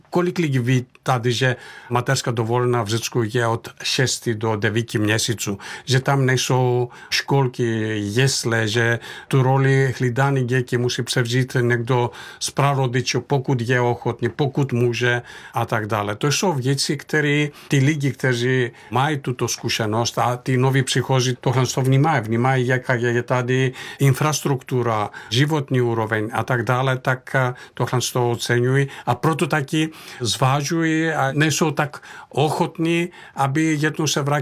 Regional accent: Thessaly, Greece; now in Czech Republic; když jsem odcházel z Měchom města, který se nachází uprostřed nejúrodnější oblasti Řecka, je to region Tesálie, tak to město mělo přes 6 tisíc obyvatel

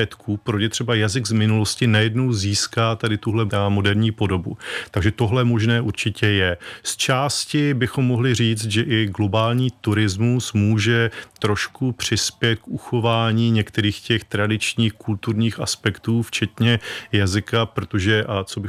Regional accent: Opava, Moravian-Silesian Region, Czechia

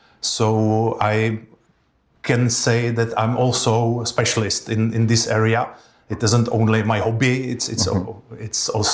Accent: Vysočina Region, Czechia; Yes, I love it because it's my hometown and I love the whole Czech and Moravian Highlands or Vysočina, as you said.

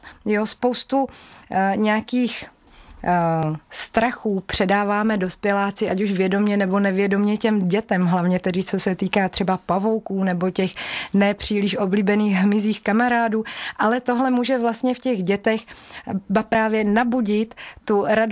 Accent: Moravičany, Olomouc Region, Czechia; now in Mohelnice, Czech Republic; pocházím z Moravičan a mám ty Moravičany strašně moc ráda

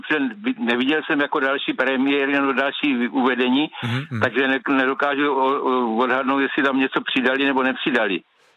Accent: Brno, South Moravian Region, Czechia; Já jsem původem z Husovic, takže mám k divadlu Svatoboj

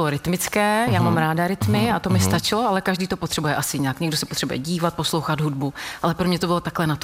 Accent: Chvaletice, Pardubice Region, Czechia; Ano, ve Chvaleticích.

